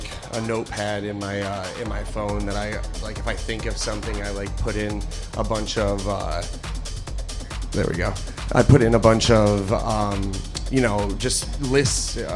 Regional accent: Detroit, Michigan, United States; we're from Detroit.

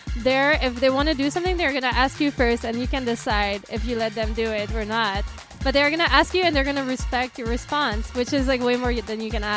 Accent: Montreal, Quebec, Canada; now in Lisbon, Portugal; I'm from Montreal originally.

